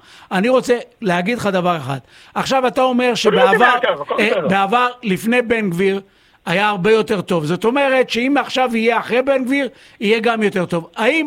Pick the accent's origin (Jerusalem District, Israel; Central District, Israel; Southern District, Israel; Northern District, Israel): Southern District, Israel; Beersheba; אני באתי מבאר שבע, וכשאני גדלתי, לא היה בדוי אחד שגר בבאר שבע, ולא היה את ההקצנה הדתית הזאת.